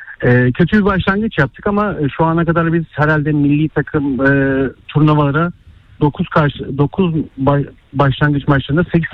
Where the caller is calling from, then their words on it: Istanbul, Turkey; Öncelikle Tayyip, ben İstanbul'dan Fenerbahçeliyim.